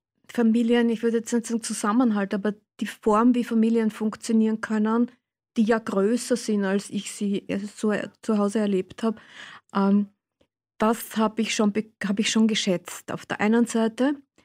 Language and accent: German; Vienna, Austria; Ich bin Wienerin